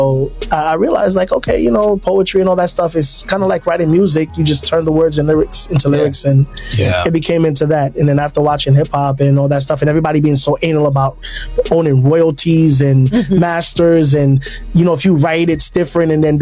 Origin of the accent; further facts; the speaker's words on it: New York City, New York, United States; also born or lived in Jamaica; Born in Jamaica. But yeah. I was raised in the Bronx mostly, but I go down every summer.